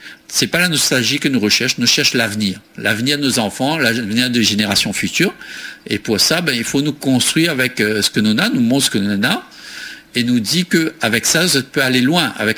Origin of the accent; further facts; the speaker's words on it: Réunion, France; accent: Réunion; nous avons l'accent qu'on nous cause français, il est normal, hein, nous sommes de la Réunion, il est normal, nous avons l'accent.